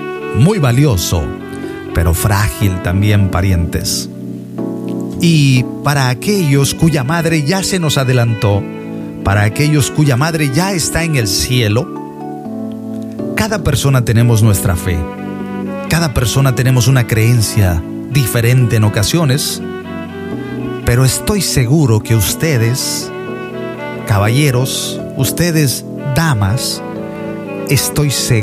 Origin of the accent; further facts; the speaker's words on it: Veracruz, Mexico; yo soy de oro, y yo soy jarocho.